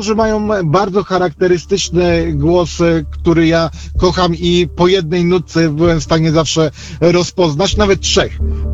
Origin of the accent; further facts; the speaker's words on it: Warsaw, Masovian Voivodeship, Poland; Ja jako warszawiak powiem coś bardzo niepopularnego.